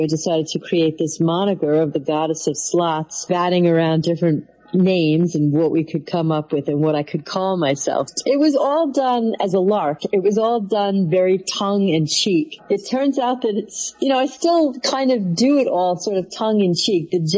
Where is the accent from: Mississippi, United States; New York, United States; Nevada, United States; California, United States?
New York, United States; New York City; also born or lived in Yonkers, New York; I was born in the Bronx and raised in both the Bronx and Yonkers, so I too am a New York girl.